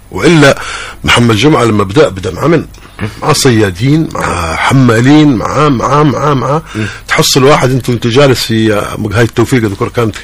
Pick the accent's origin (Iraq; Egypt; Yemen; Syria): Yemen; Hadhramaut; نحن كفرق موسيقية من حضرموت هنا